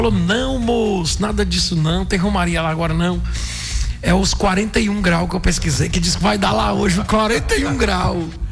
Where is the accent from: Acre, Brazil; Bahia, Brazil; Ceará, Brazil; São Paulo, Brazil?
Bahia, Brazil; Guanambi; born there; Eu nasci aqui em Guanambi e não acostumo com o calor daqui.